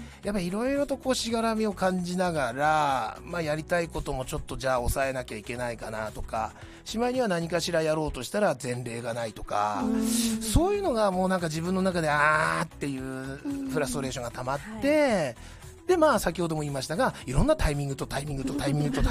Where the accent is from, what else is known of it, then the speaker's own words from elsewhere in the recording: Rankoshi, Hokkaido, Japan; 蘭越町出身、僕蘭越町生まれも育ちも蘭越町で、それで高校卒業して3年間ちょっと町外の民間企業に勤めたんですけども、どうしてもやっぱり蘭越町に帰りたくって